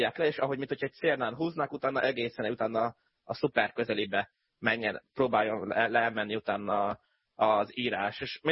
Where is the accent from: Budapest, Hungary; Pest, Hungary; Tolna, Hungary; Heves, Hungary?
Tolna, Hungary; moved away; de akár mint közel szekszárdiként, vagy szekszárdhoz közel ilyen élő emberként